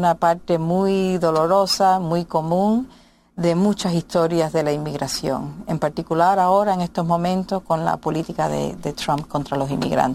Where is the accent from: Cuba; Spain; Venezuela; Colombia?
Cuba; moved away; nosotros nos fuimos de Cuba el 29 de abril de 1963 y mi hermano, Poli, con 9 años y medio, le escribió su primer carta a mi mamá